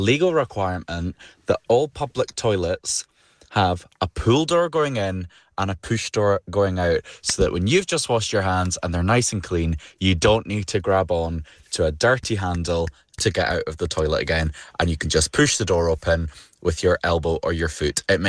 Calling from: Inverness, Scotland, United Kingdom; I'm from Inverness in the Scottish Islands.

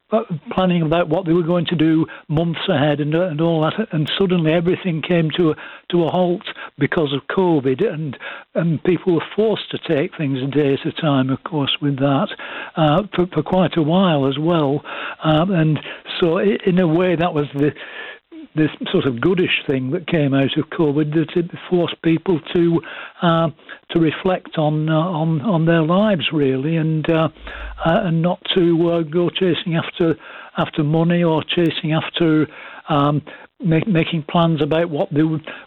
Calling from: Burnley, North West England, United Kingdom

